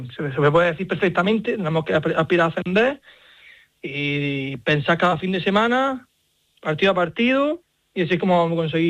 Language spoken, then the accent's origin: Spanish; Almería, Andalusia, Spain; Al final llevo muchos años viendo en Almería, soy de la Almería